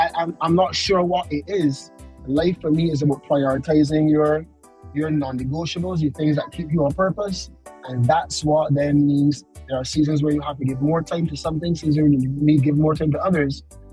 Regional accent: Trinidad & Tobago; from Trinidad and Tobago

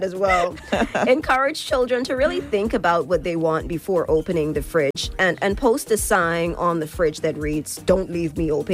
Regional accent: Turks & Caicos Islands; I grew up in South Caicos playing outside on this under Miss Hattie's tamarind tree.

